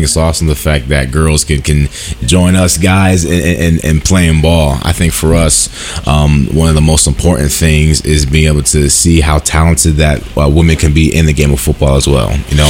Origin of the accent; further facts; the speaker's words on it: Rochester, New York, United States; moved away as an adult; be back in my hometown